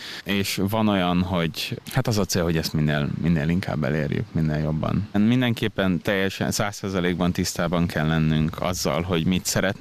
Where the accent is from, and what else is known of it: Sopron, Győr-Moson-Sopron, Hungary; born or raised there; moved away as an adult; also born or lived in Budapest / Páty / Milan; now in Vienna, Austria